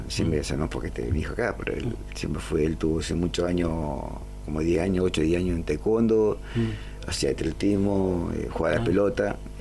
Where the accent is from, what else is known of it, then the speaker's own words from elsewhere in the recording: Gobernador Gregores, Santa Cruz, Argentina; now in Río Gallegos, Argentina; yo soy nacido acá en Gregor, y estudié en Gregorio